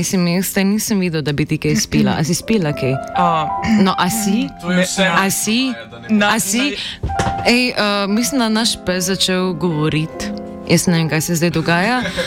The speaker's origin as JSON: {"language": "Slovenian", "town": "Ljubljana", "region": "Central Slovenia", "country": "Slovenia", "said": "jaz sem iz Bežigrada"}